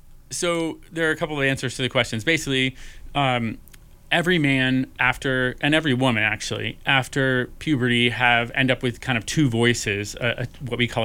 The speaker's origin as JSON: {"language": "English", "town": "Hanover", "region": "New Hampshire", "country": "United States", "tie": "born or raised there", "moved": "as an adult", "said": "I am originally from the Northeast, from New Hampshire. I grew up in Hanover, where Dartmouth is"}